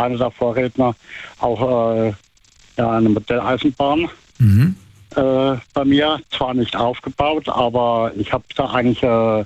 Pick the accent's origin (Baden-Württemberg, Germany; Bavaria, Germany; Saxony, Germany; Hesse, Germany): Bavaria, Germany; Lohr; mal mitzufahren von Lohr, meinem Heimatort, runter nach München.